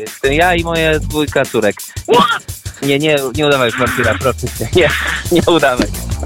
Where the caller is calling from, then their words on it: Leszno, Masovian Voivodeship, Poland; ja mieszkam w Lesznie pod Warszawą